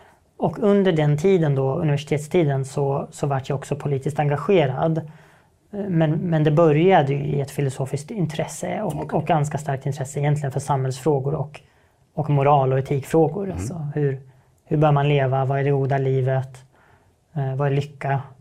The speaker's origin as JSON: {"language": "Swedish", "town": "Norrköping", "region": "Östergötland", "country": "Sweden", "tie": "born or raised there", "also_born_or_lived": "Stockholm / Linköping", "said": "Det stämmer, så att jag är född i Stockholm, i Järvaområdet, flyttade ganska snabbt till Östergötland och därmed uppvuxen i Norrköping och Linköping."}